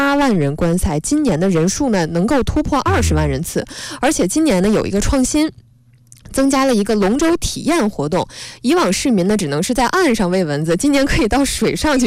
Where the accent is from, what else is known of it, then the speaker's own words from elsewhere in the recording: Harbin, Heilongjiang, China; 我家乡啊在哈尔滨